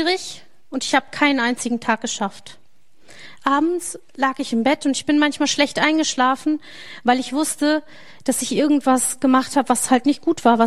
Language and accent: German; Neuwied, Rhineland-Palatinate, Germany; born there; Ich bin in Neuwied geboren, das ist im Rheinland, und meine Eltern sind Christen.